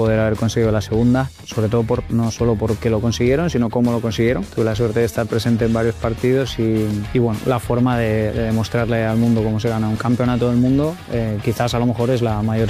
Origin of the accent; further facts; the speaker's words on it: Spain; felices como españoles y como, bueno, futbolista español